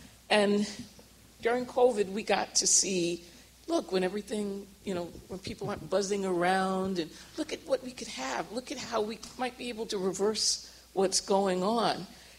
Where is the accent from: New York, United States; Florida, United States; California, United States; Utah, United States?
New York, United States; New York City; I grew up in New York City in the 70s when we had the oil crisis.